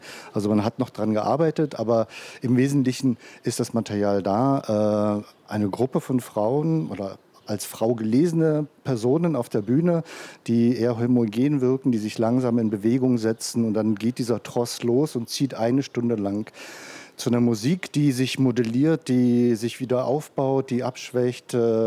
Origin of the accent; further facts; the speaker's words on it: eastern Germany, Germany; Ich bin im Osten groß geworden, ich habe viele Frauenkollektive erlebt